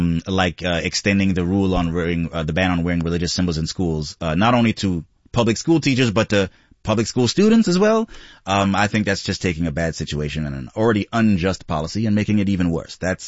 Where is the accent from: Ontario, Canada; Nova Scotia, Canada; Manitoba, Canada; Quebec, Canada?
Quebec, Canada; Montreal; I am an Anglo-Quebecer. I grew up here in Montreal as an Anglo-Quebecer